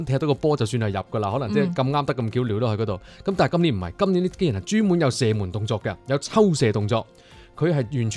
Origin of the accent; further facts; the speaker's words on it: Guangdong, China; 我作为一个广东人